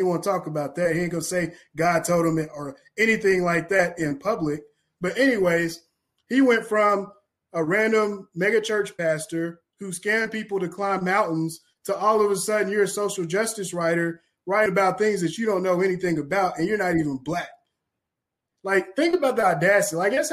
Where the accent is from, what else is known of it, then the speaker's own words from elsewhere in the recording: Kentucky, United States; I'm from Kentucky. I organize.